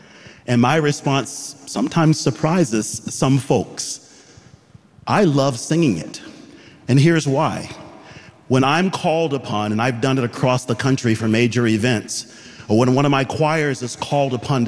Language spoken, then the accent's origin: English; Georgia, United States; I grew up in Georgia